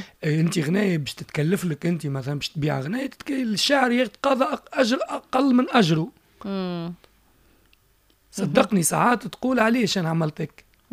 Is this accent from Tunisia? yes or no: yes; Tunisia; نحن عندنا في تونس